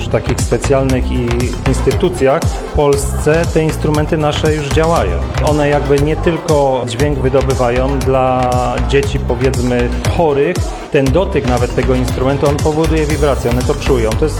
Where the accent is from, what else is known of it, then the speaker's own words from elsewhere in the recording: Będzin, Silesian Voivodeship, Poland; Z Będzina.